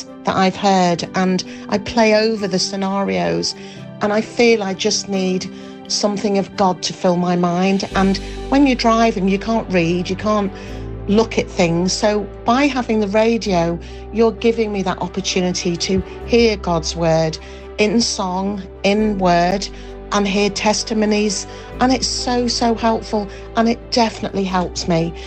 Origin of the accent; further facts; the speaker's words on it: Leeds, Yorkshire and the Humber, United Kingdom; from Leeds.